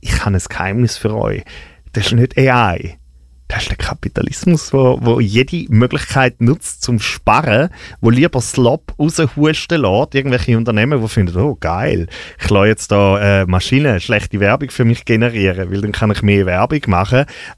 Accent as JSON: {"language": "German", "region": "Eastern Switzerland", "country": "Switzerland", "said": "Wir kommen ja beide aus dem Osten."}